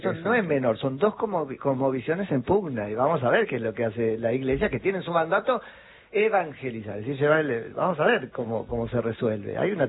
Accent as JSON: {"language": "Spanish", "country": "Argentina", "said": "Somos intensos los argentinos, yo lo reconozco."}